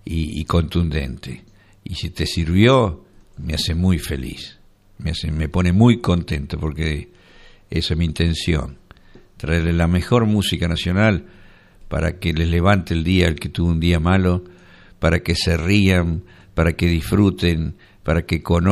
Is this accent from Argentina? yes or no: yes; Argentina; Siendo argentino